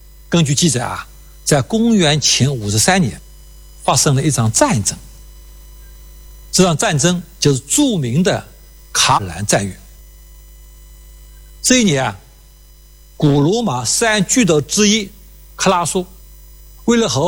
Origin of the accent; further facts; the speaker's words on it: China; 我们中国人